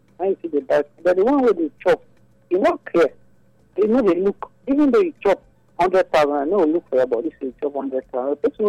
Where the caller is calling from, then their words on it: Benin; I'm calling from Benin.